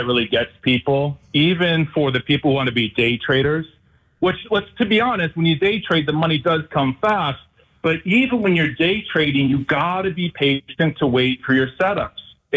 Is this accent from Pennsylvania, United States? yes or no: no; Connecticut, United States; I grew up in Connecticut, just right there on the New York border. And I come from a big extended family.